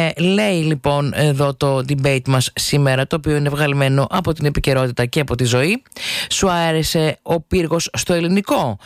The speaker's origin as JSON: {"language": "Greek", "town": "Thessaloniki", "region": "Central Macedonia", "country": "Greece", "said": "Να σας πω ως Θεσσαλονικιά ότι ο δικός μας ο Λευκός ο πύργος δεν μου αρέσει καθόλου"}